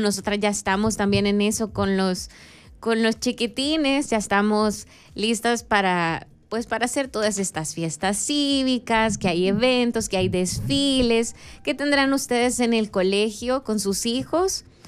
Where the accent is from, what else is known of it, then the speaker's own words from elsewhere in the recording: El Salvador; tenemos que cambiar como salvadoreños